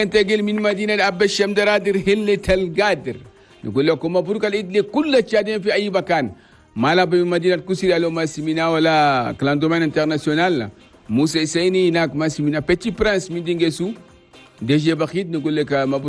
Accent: Chad; ويجيب لنا الامن والسلام والاستقرار في بلدنا تشاد بلد توماي

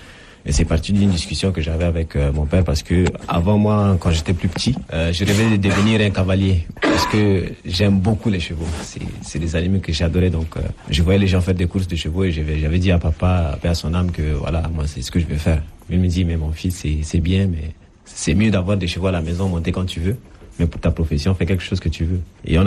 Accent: N'Djamena, Chad; born there; Parce que quand j'étais là-bas, je me suis rendu compte que comme je suis né en N'Djamena, j'étais coupé de ma racine culturelle, en fait.

